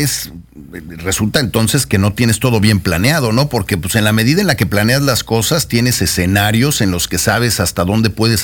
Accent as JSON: {"language": "Spanish", "country": "Mexico", "said": "parte de nuestra esencia como mexicanos."}